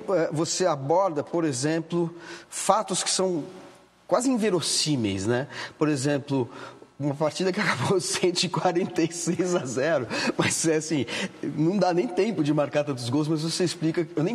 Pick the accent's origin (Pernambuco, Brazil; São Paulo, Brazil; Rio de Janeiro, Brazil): São Paulo, Brazil; eu sou paulistano e não tenho time em São Paulo